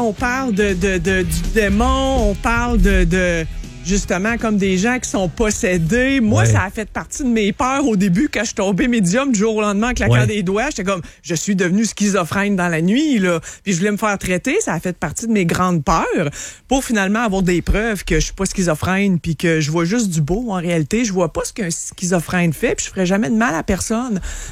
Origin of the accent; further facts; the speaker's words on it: Sainte-Foy, Quebec, Canada; Non, c'est du région de Québec. J'ai grandi à Sainte-Foy.